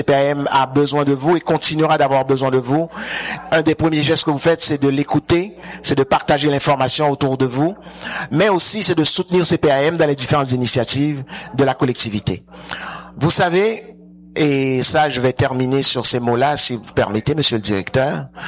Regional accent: Quebec, Canada; Nous sommes des Québécoises et des Québécois, mais nous sommes aussi tout aussi fiers de notre appartenance canadienne aussi.

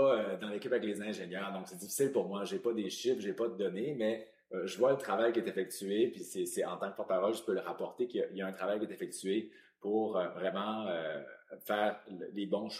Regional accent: Montreal, Quebec, Canada; Moi, en tant que Montréalais

